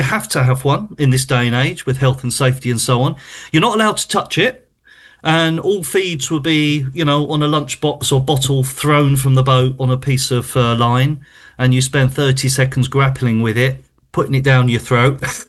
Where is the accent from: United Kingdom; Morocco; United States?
United Kingdom; Whitstable, South East England; I'm from Whitstable. I look out to sea.